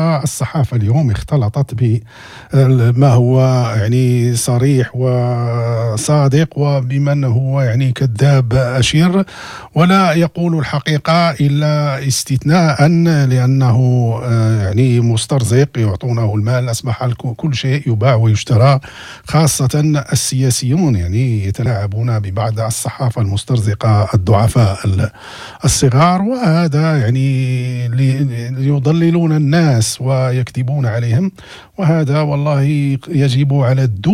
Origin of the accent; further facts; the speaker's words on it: Morocco; عندنا في المغرب